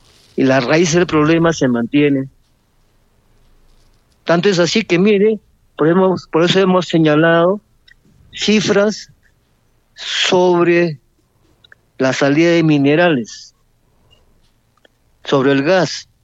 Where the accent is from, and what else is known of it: Peru